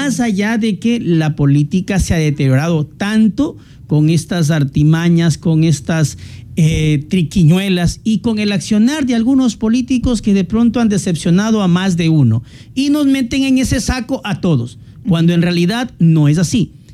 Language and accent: Spanish; Santo Domingo, Santo Domingo de los Tsáchilas, Ecuador; soy de Santo Domingo, conozco, he vivido la realidad de Santo Domingo todos sus días. Aquí crecí, aquí me eduqué, aquí he ejercido mi profesión, aquí he sido funcionario público